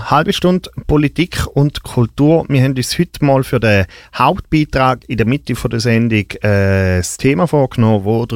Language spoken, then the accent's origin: German; Eastern Switzerland, Switzerland; Wir kommen ja beide aus dem Osten.